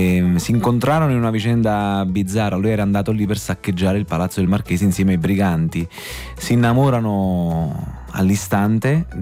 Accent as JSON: {"language": "Italian", "town": "Villaricca", "region": "Campania", "country": "Italy", "said": "Io non so né di Napoli e né di Napoli, sono di Villaricca, che è in provincia di Napoli"}